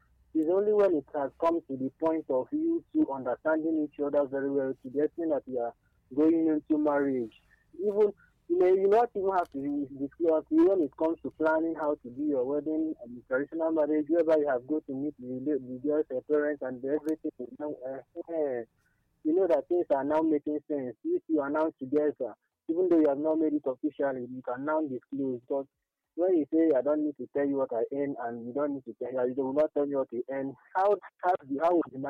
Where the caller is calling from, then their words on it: India; I'm calling from India.